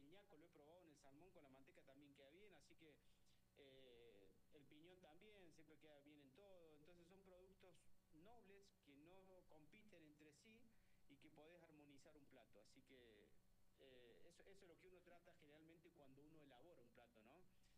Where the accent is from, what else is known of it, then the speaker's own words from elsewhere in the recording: Córdoba, Argentina; born there; moved away as an adult; yo en realidad vengo de Córdoba, ¿bien? Yo soy nacido en Córdoba, hace 17 años que estoy acá.